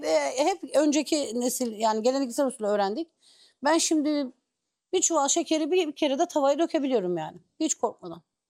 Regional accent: Cumalıkızık, Bursa, Turkey

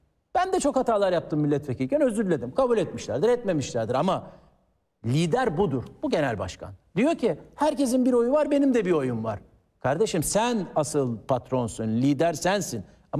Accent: Istanbul, Turkey; also born or lived in Sakarya; Ama ben Beşiktaş'ta doğdum, Beşiktaş'ta büyüdüm, siyasete Beşiktaş'ta başladım.

